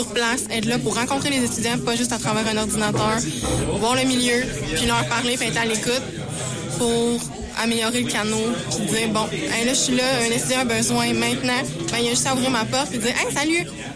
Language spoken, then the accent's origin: French; La Tuque, Quebec, Canada; Moi, je viens de la TUC, j'ai fait mon cégep à la TUC